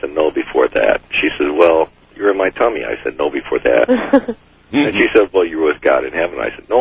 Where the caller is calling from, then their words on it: Kenosha, Wisconsin, United States; I'm from Kenosha.